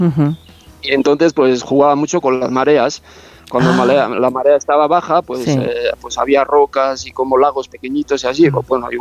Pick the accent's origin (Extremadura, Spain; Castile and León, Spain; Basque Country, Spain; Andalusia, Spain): Basque Country, Spain; Azpeitia; Como soy del País Vasco, de Gipuzkoa, sí. Azpeitia, pues yo conozco bastante las playas de alrededor, como la de Zumaya, Itzurun, por ejemplo.